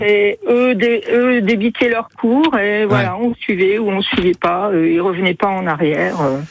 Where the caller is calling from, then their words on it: Lille, Hauts-de-France, France; j'ai 69 ans. Donc, je suis lilloise. Là, je séjourne dans le Périgord pendant les vacances.